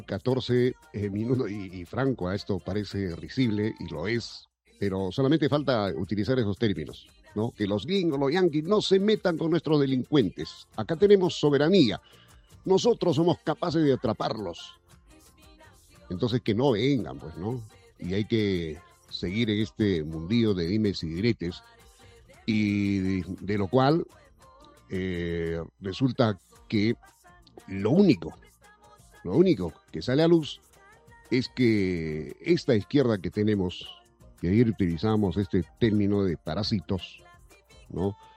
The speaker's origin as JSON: {"language": "Spanish", "country": "Peru", "said": "no somos bobos los peruanos"}